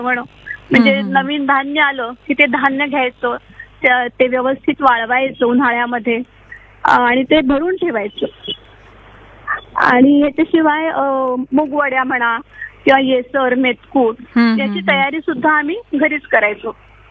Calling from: Navi Mumbai, Maharashtra, India; मी खारघरला राहते.

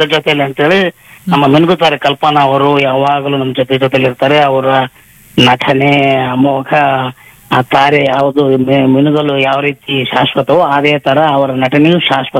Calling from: Kamalapur, Karnataka, India; ವಿಜಯನಗರ ಹೆಬ್ಬಾಗಿಲ್ ಅಂತೆ ಇದೆ ಮೇಡಮ್, ಅದರ ಮುಖ್ಯ ದ್ವಾರ ನಮ್ಮೂರು.

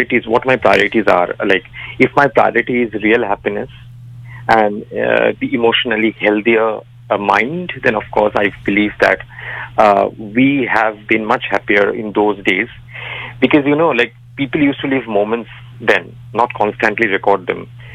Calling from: Belgharia, West Bengal, India; I'm calling from Belgaudia.

